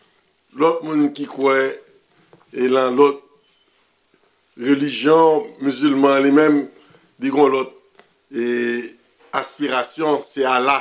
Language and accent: French; Haiti